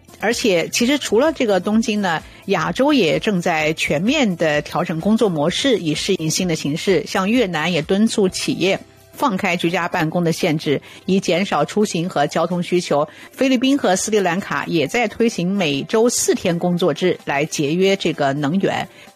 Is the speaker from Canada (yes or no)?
yes; Toronto, Ontario, Canada